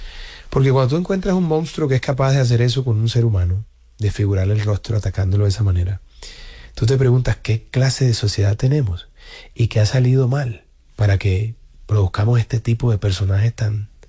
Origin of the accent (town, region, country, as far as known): Barranquilla, Atlántico, Colombia; also born or lived in Bogotá